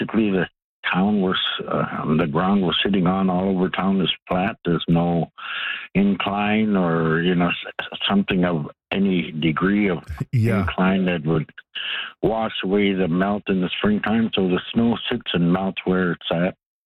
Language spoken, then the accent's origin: English; Cape Parry, Northwest Territories, Canada; born there; now in Paulatuk, Canada; I was born in Cape Perry